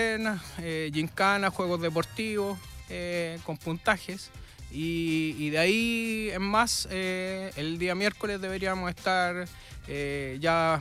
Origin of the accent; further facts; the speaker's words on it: La Calera, Valparaíso, Chile; Yo nací y me crié también en Calera, entonces somos vecinos y sigo viviendo en Calera